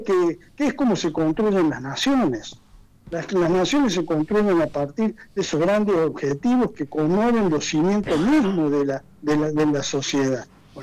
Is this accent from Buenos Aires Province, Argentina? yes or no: no; Río Cuarto, Córdoba, Argentina; moved away as an adult; yo soy del interior, saben que soy cordobés, de Río Cuarto.